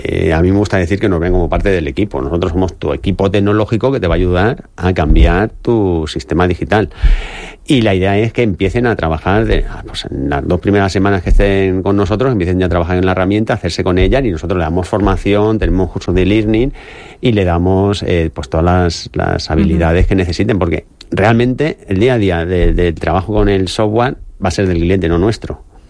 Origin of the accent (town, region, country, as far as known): Aspe, Valencian Community, Spain